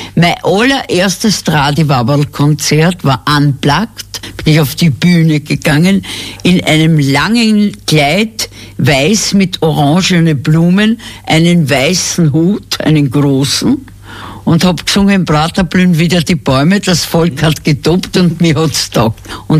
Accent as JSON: {"language": "German", "town": "Cologne", "region": "North Rhine-Westphalia", "country": "Germany", "moved": "yes", "lives_now": "Vienna, Austria", "said": "Ich war Kölnerin eigentlich"}